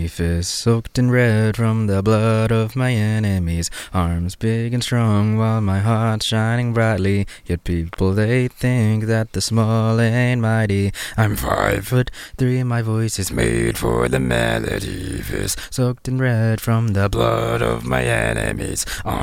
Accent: Australia; also born or lived in London; And I grew up here in Australia.

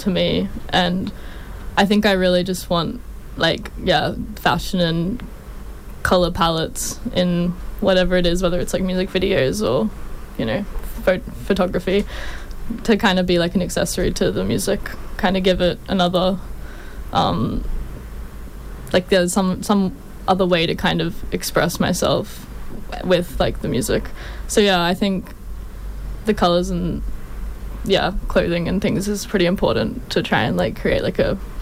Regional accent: Queensland, Australia; I'm from North Queensland, so definitely used to the heat.

